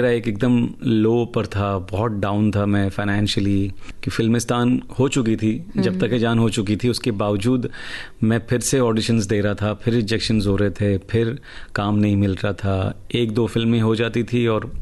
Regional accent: Mumbai, Maharashtra, India; मैं मुंबई में पला बड़ा हूँ, मराठी बोल लेता हूँ

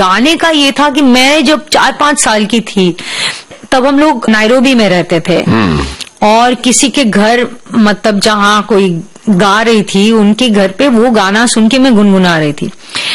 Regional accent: Delhi, India; moved away; दिल्ली में उस माहौल में मैं पली बड़ी, जहाँ मंडी हाउस और जो विंटर्स

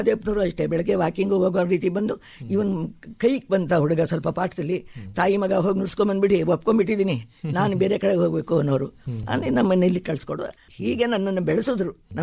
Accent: Karnataka, India; also born or lived in K R Nagar; ನಮ್ಮ ಊರು ಹಳ್ಳಿ ಅಲ್ವಾ, ಅಲ್ಲಿ ಹುಣಸೂರು ಪಿರಿಯಾಪಟ್ಟಣ ಬೆಟ್ಟಪುರ ಅಂತ ಹಳ್ಳಿಗಳಿತ್ತು

